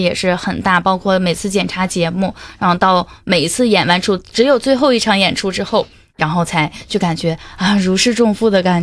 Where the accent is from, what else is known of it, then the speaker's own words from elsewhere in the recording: Northeast China, China; 然后又要体现咱们东北这边